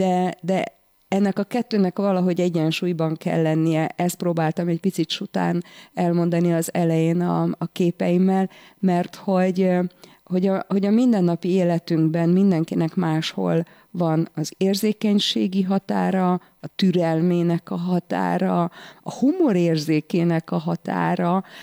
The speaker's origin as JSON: {"language": "Hungarian", "town": "Kondoros", "region": "Békés", "country": "Hungary", "tie": "born or raised there", "said": "ott, ahol én fölnőttem, Kondorosan abban az utcában már, vagy abból az utcából, az utca végéről már látszik a határ."}